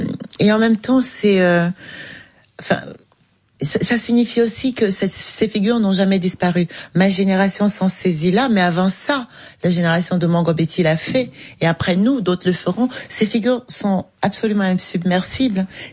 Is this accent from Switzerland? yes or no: no; Cameroon; Je suis née, j'ai grandi au Cameroun, j'ai fait toutes mes études là.